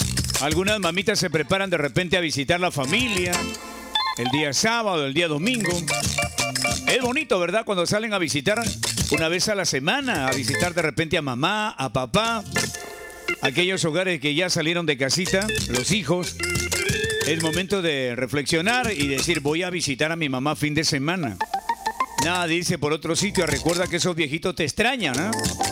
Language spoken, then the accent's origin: Spanish; Chepén, La Libertad, Peru; Los chepenanos estamos de fiesta.